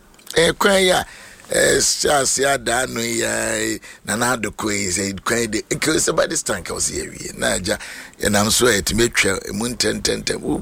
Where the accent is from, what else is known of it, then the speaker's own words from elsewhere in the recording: Canada; You know, Kase, I'm from Canada.